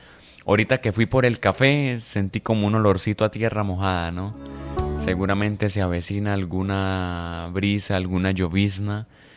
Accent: Colombia; nosotros como buen colombianos que somos y nos hacemos respetar, nos encanta el café. Tenemos ese sentido de pertenencia con esta bebida tan tradicional de nuestra tierra colombiana.

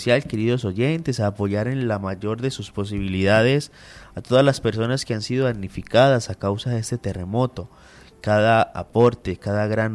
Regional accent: Colombia

